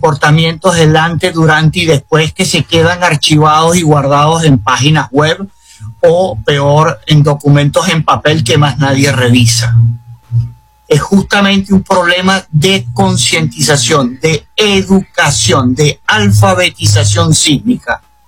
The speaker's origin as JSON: {"language": "Spanish", "country": "Venezuela", "said": "Lo primero que debemos entender como venezolanos es que justamente vivimos en un país cíclico."}